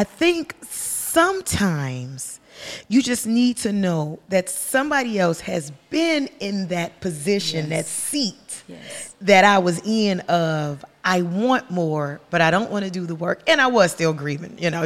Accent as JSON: {"language": "English", "town": "Chicago", "region": "Illinois", "country": "United States", "said": "Now, listen, I'm from Chicago, and which they had nothing to do with it, but I'm from Chicago"}